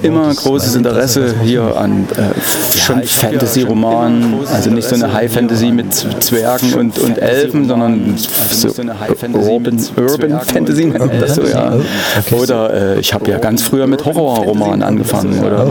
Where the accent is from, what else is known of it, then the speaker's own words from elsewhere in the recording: Dresden, Saxony, Germany; Ich bin Dresdner